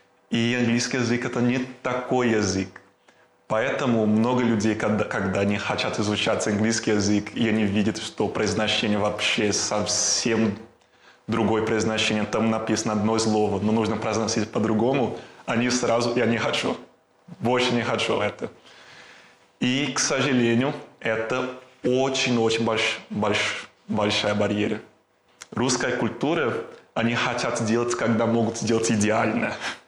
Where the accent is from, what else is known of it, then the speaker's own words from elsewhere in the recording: Brazil; Russian is a second language; now in Russia; мне 28 лет, и я из Бразилии.